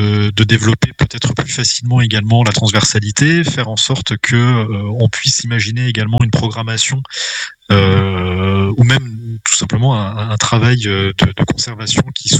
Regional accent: Grand Est, France; moved away as an adult; now in Quimper, France; d'avoir une expérience hors du Grand Est, puisque je suis originaire de là-bas et que j'ai surtout exercé dans cette région-là

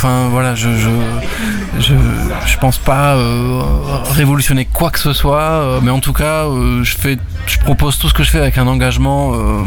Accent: Occitanie, France; born there; Moi, je viens je suis né dans le Lot

